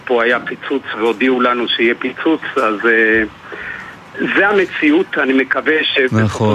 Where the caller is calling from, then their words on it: Be'eri, Southern District, Israel; אני בבארי ושומע את הבומים ושומע את הקרבות שיש שם בתוך רצועת עזה